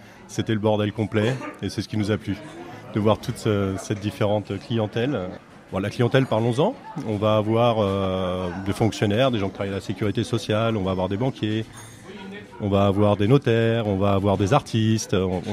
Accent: Rungis, Île-de-France, France; moved away as an adult; also born or lived in Canada; now in Touraine, France; J'ai exercé beaucoup à Paris puisque je suis natif de là-bas, je suis natif de Rungis. Donc j'ai exercé aussi à Rungis.

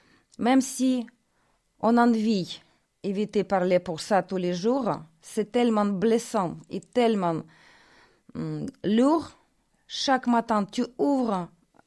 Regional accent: Ukraine; French is a second language; now in France; il dit que j'ai l'accent russe. Voilà, on tous parle russe, mais maintenant, on parle ukrainienne.

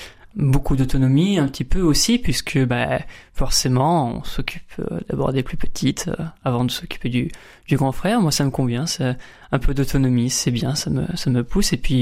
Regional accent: Montpellier, Occitanie, France; also born or lived in La Motte-Servolex, Savoie; Je viens de Montpellier. Je suis né ici. J'ai habité presque toute ma vie ici. J'ai eu 2 ans où je suis parti en Savoie.

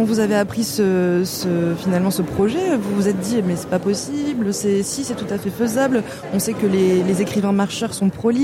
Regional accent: south of France, France; accent: southern; C'est mon accent du sud

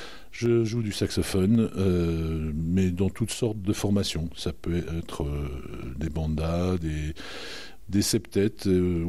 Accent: Rouen, Normandy, France; moved away as an adult; also born or lived in Lorraine; À l'origine, je suis lorrain, mais effectivement, je suis tout petit, je suis arrivé à Rouen, où je suis resté jusqu'à mes 35 ans.

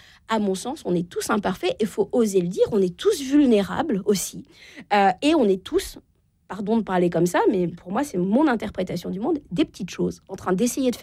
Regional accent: Normandy, France

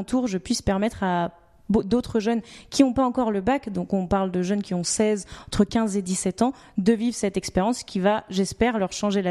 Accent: Nantes, Pays de la Loire, France; now in Bordeaux, France; Je suis originaire de Nantes. Maintenant, je travaille à Bordeaux, donc j'habite à Bordeaux.

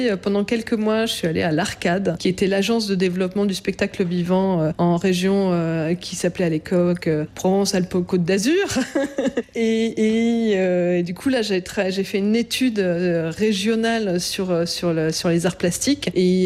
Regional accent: Brussels, Brussels-Capital Region, Belgium; moved away as an adult; J'ai grandi à Bruxelles, j'ai passé mon bac au lycée français, mais j'ai commencé mes études à Paris.

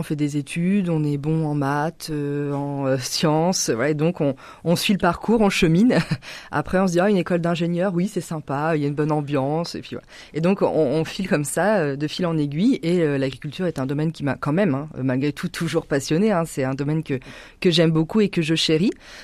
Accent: Normandy, France; moved away as an adult; also born or lived in Île-de-France / Netherlands; now in Vernon, France; Je suis normande, mais effectivement, j'ai habité en région parisienne pour mes études, puis aux Pays-Bas, enfin, j'ai pas mal voyagé, mais mes parents sont normands, voilà, purs normands. 100%.

